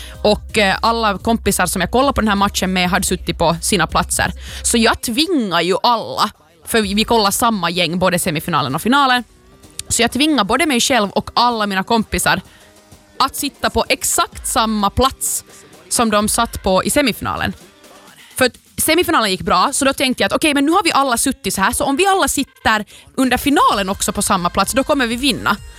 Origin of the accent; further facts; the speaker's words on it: Finland; vi var från Finland, jag och min sambo